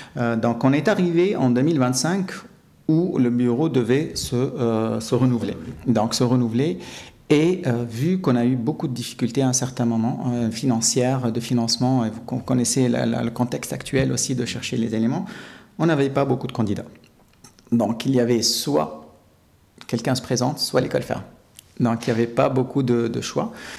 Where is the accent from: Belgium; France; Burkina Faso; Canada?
Canada; je suis Canadien d'origine tunisienne.